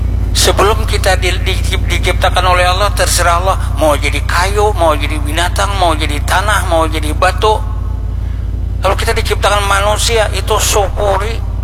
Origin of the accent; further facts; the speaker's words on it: South Kalimantan, Indonesia; Ya bahasa kita orang Banjar, paharatnya tupang deh.